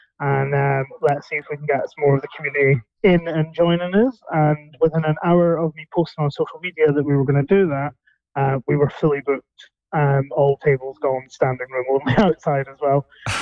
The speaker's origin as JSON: {"language": "English", "region": "Scotland", "country": "United Kingdom", "said": "I'm from Scotland."}